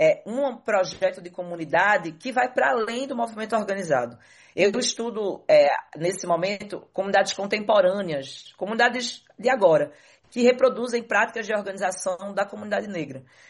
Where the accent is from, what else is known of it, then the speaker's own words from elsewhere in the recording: Recife, Pernambuco, Brazil; Eu sou uma mulher que cresci na Brasília Teimosa, uma comunidade tradicional pesqueira, uma comunidade periférica, né, que tem maioria população negra